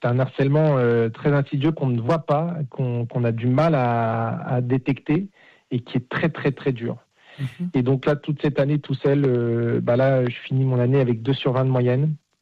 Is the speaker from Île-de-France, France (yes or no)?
yes; Nanterre, Île-de-France, France; de base, moi, j'étais de Nanterre, j'étais dans une cité. Donc, je suis arrivé à Rueil-Malmaison.